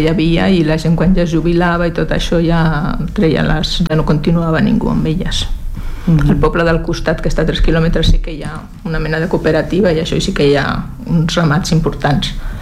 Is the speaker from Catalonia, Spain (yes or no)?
no; Sotillo del Rincón, Castile and León, Spain; born there; moved away; Al meu poble pues, he vist que abans era un poble rural, per dir-ho així, totalment de gent que es dedicava a l'agricultura i a la ramaderia, i ara és un poble turístic.